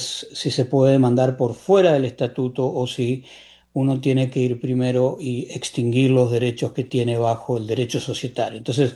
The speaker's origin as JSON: {"language": "Spanish", "country": "Argentina", "said": "Ahora ya hablando como argentino"}